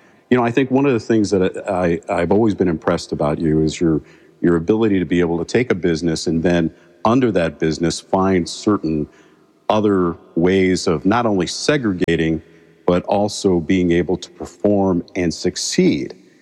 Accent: Cleveland, Ohio, United States; I can remember growing up in Cleveland in the 60s where we still had Victory Farms

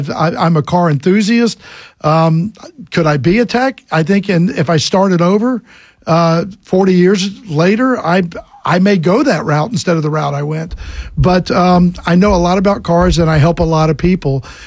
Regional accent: Sandy Springs, Georgia, United States; So I've been in the car business for 45 years in Atlanta, Georgia. I'm from Atlanta. I grew up in Sandy Springs.

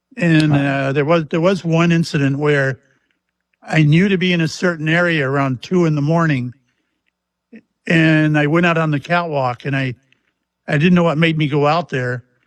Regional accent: Mayport, Florida, United States; I was on the Shangri-La out of my hometown of Mayport, you know, where I live right. I live 20 miles from the base.

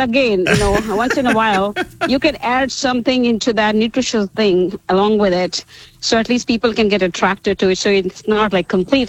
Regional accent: India; moved away as an adult; now in Beavercreek, United States; I was born and brought up in India. Well, of course, it's been 38 years. Here in Ohio

